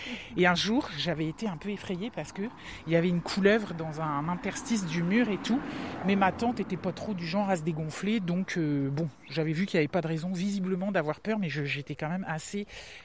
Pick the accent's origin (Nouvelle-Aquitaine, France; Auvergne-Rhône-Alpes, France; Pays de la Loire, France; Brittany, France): Brittany, France; also born or lived in Brest; Moi, je viens de Saint-Couli.